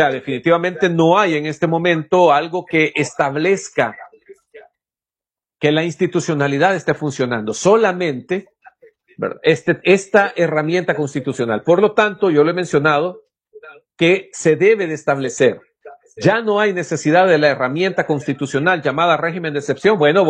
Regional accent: El Salvador; la seguridad jurídica, que es lo que hemos estado hablando, que debemos de tener como salvadoreños acá.

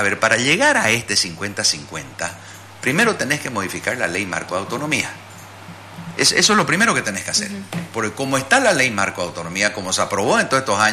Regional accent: Bolivia; porque al final somos bolivianos, Jimena.

